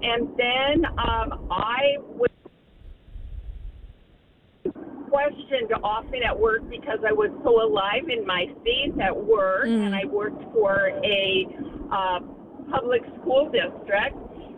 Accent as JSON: {"language": "English", "country": "Canada", "moved": "yes", "lives_now": "Orange County, United States", "said": "We're Canadian"}